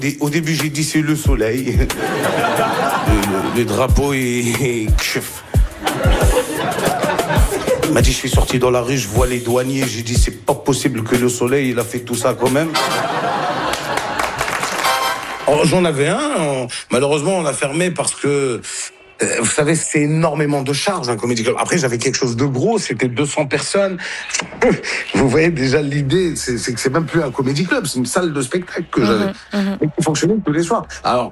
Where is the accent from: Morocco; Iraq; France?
Morocco; Nous on vient du Maroc à la base.